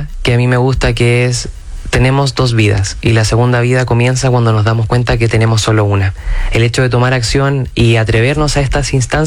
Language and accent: Spanish; Chile